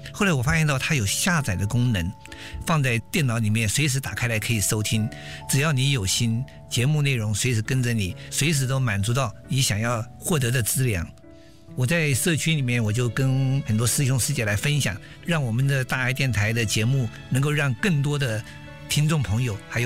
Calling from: Burnaby, British Columbia, Canada; 我来自加拿大本来比区。

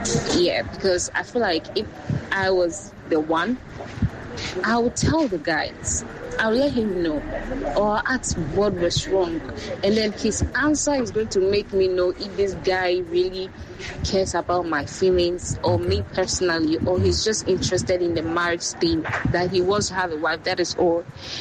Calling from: Achimota, Greater Accra, Ghana; I'm speaking from Achimota.

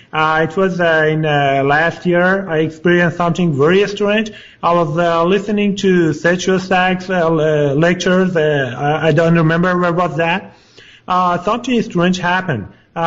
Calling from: Los Angeles, California, United States; Actually, I'm in Los Angeles.

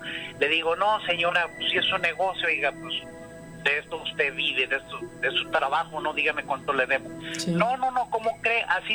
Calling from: Jalisco, Mexico; Yo soy del estado de Jalisco y pues para allá, para el rumbo de San Juan de los Lagos, se usa mucho los dulces de leche.

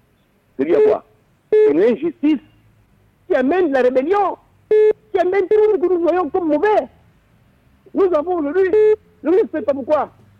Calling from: Gabon

